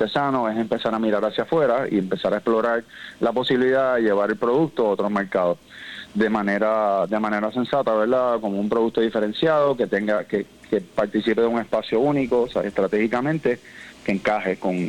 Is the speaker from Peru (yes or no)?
no; Puerto Rico